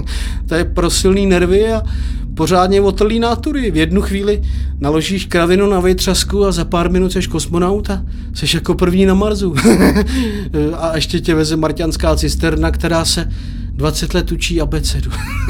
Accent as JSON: {"language": "Czech", "region": "Prague", "country": "Czechia", "said": "A když jsme tam došli, tak mu říkám, že jsme jako z Prahy."}